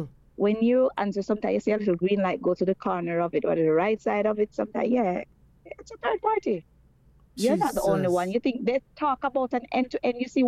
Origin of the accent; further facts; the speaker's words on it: Jamaica; Sorry, let me, you know we're Jamaican.